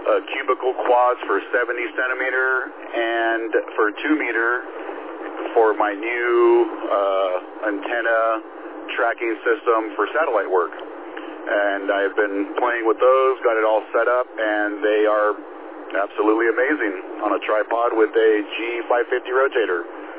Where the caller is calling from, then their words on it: California, United States; So I'm from SoCal.